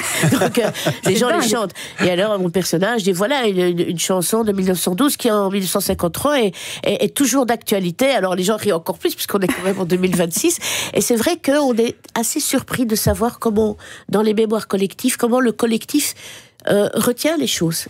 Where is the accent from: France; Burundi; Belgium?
Belgium; c'est pas parce qu'on est belge qu'on va en parler.